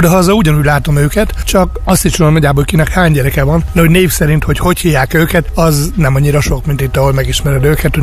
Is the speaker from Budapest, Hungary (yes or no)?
no; Nyíregyháza, Szabolcs-Szatmár-Bereg, Hungary; born there; a Nyíregyházi Városi Református Gyülekezet egyik presbitere. Hát egyszerűen ide költöztünk Nyíregyházáról a Sóstóvegyre 13 évesen